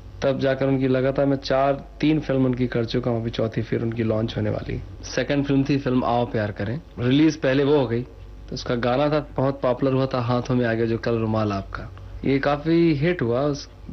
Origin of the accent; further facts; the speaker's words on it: Jabalpur, Madhya Pradesh, India; moved away; मैं जबलपुर का रहने वाला हूं, और जबलपुर में मैं मॉडल हाई स्कूल में पढ़ता था।